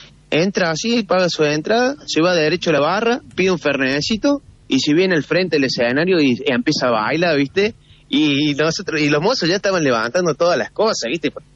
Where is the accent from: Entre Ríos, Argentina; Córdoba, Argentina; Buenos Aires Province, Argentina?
Córdoba, Argentina; Alta Gracia; Nosotros somos de Altagracia. Está a 40 minutos de acá, más o menos.